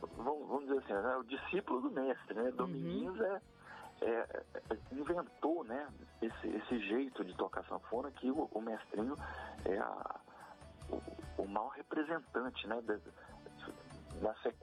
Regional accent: Minas Gerais, Brazil; eu sou de Minas

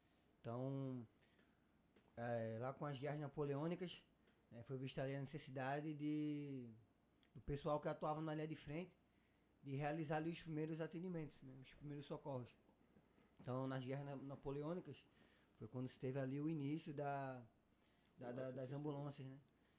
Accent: Pernambuco, Brazil; moved away as an adult; também sou natural de Pernambuco.

